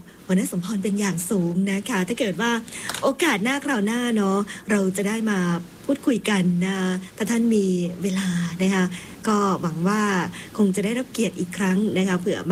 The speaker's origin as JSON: {"language": "Thai", "region": "Isan", "country": "Thailand", "said": "เราเป็นชาวอีสานค่ะ"}